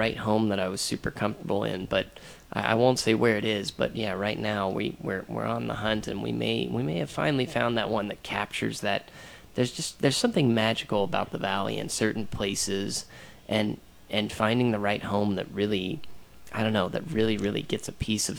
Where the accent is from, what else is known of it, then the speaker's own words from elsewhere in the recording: Santa Barbara, California, United States; born there; also born or lived in Solvang, California; I grew up in Solvang until I was about seven. Parents divorced, ended up in Santa Barbara with my mom